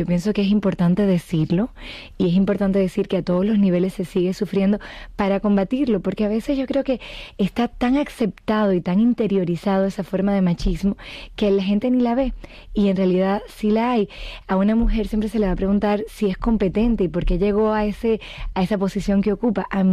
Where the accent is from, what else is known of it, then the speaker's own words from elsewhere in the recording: Dominican Republic; also born or lived in France / Madrid; La verdad es que soy franco-dominicana. Y de hecho crecí en el Caribe. Mi mamá es dominicana y viví en Madrid hasta hace poco